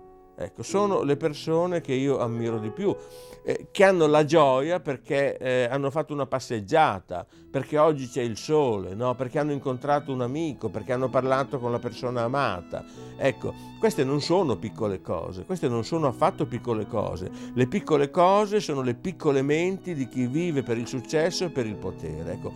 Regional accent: Milan, Lombardy, Italy; io sono nato a Milano.

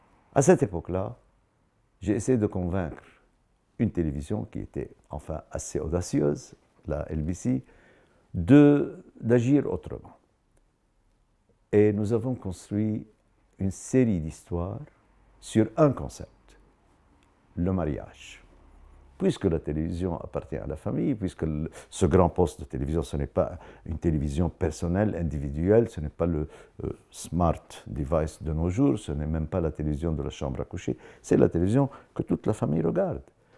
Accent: Lebanon; Et si jamais les Arabes vont nous voir, qu'ils nous voient en tant que Libanais, pas en tant que quelqu'un déguisé en arabe

